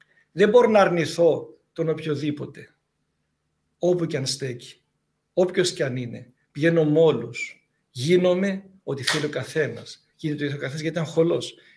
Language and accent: Greek; Thessaloniki, Central Macedonia, Greece; Και θα τελειώσουμε, παππούλη μου, αφού είμαστε και από τη Θεσσαλονίκη, με ένα μικρό κειμενάκι του σοφού, του μακαριστού Νίκου Πεντζίκη.